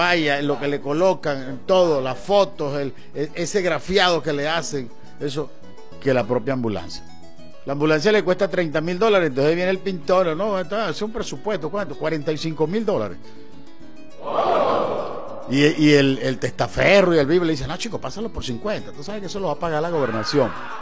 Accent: Venezuela

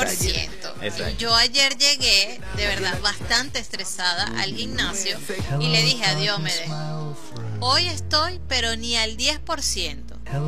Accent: Venezuela; nosotros seguimos como venezolanos

